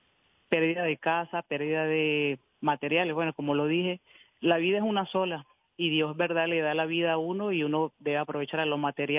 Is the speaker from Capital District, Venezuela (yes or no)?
no; Catia La Mar, La Guaira, Venezuela; Yo vengo de Catialamar, que lo que más conocen como Suma.